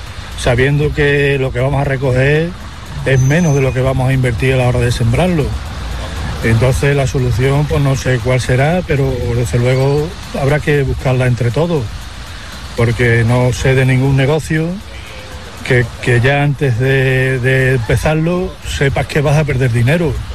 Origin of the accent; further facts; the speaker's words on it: Berlanga, Extremadura, Spain; now in Mérida, Spain; vengo de Berlanga, estamos aquí en Mérida